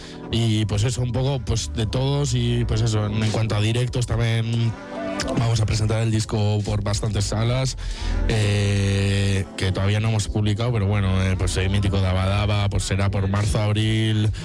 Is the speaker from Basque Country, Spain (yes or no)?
yes; Mondragón, Basque Country, Spain; pues rockeros y en mi pueblo, pues en Mondra, me puncarras de estos de tal